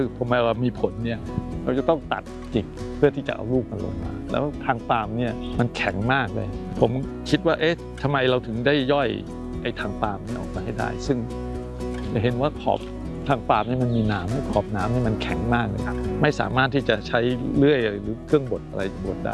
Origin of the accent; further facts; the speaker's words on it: Lang Suan, Chumphon, Thailand; born there; ผมเกิดที่อำเภอหลังสวนจังหวัดชุมพรนี่แหละครับก็คือชาวสวนถึงแม้ว่าคุณแม่คุณพ่อคุณแม่เป็นครูแต่ว่าก็ทำสวน